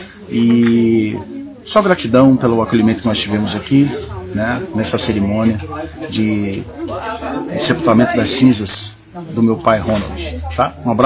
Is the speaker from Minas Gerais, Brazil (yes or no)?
yes; Abre Campo, Minas Gerais, Brazil; eu fui criado em Abre Campo, mas sempre estive presente em Matipó, Manhuaçu, Santa Maria, é a minha região do coração.